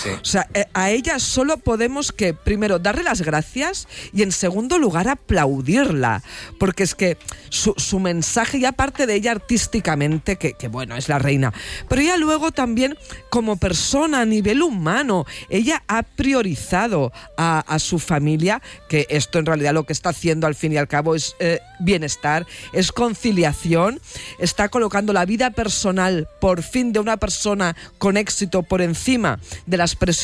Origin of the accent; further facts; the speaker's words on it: Spain; soy primera española en ganarlo